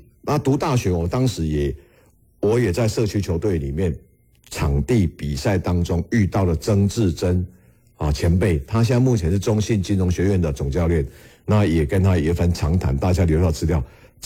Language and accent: Chinese; Taiwan; 我台湾人